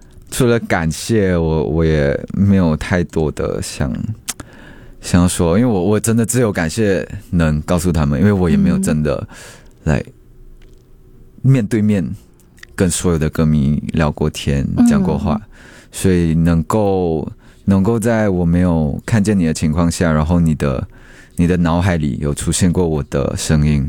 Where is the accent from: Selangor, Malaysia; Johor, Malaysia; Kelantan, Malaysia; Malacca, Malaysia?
Johor, Malaysia; Johor Bahru; moved away as an adult; now in Kuala Lumpur, Malaysia; 因为我本身也不是从大城市出生的人， 嗯、 我是 JB 人、